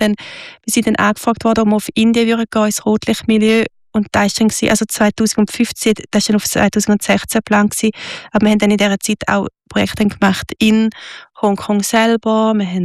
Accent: Switzerland

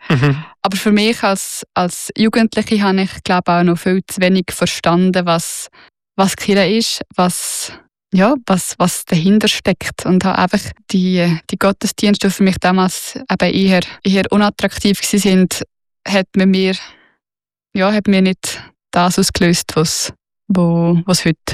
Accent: Lucerne, Switzerland; ich bin auf dem Land im Kanton Luzern aufgewachsen

